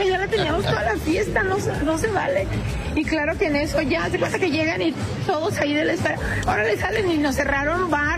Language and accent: Spanish; Chihuahua, Mexico